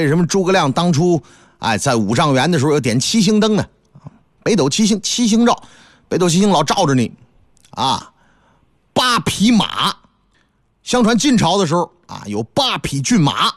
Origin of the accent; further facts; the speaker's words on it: Northeast China, China; 你像我老家东北